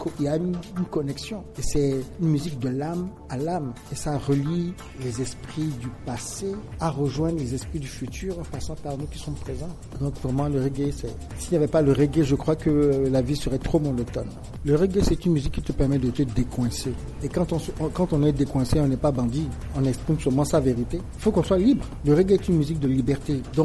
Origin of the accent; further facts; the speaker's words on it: Togo; Tout d'abord, en tant que Togolais, en tant qu'Africain, dans le reggae, je retrouve une racine africaine indéniable.